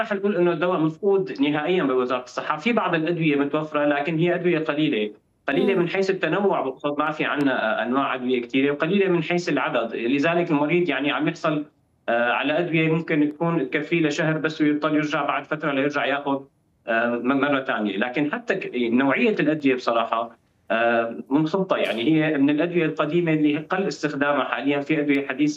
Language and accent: Arabic; Syria; now in Damascus, Syria; عندنا بسوريا